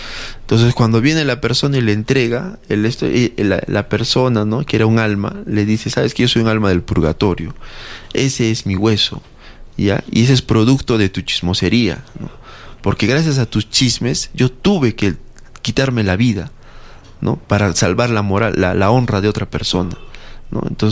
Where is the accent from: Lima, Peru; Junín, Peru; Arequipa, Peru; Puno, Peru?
Arequipa, Peru; nosotros podamos seguir diciendo que somos arequipeños